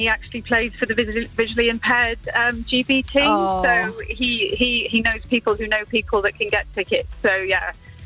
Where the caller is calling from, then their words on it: Wales, United Kingdom; Being a Welsh girl too, yeah.